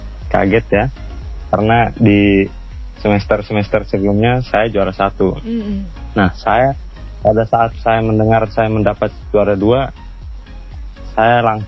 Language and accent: Indonesian; Central Java, Indonesia; Saya asli dari Jawa Tengah.